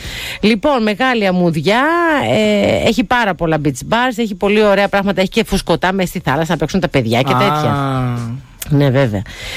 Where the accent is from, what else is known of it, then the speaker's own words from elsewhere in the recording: Greece; Οι Αλικές είναι στο χωριό μου.